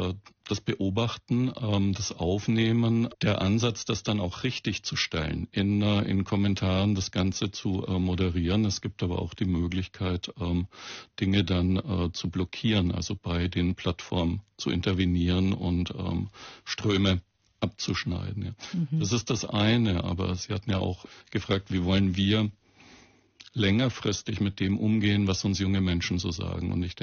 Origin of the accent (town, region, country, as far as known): Southern Germany, Germany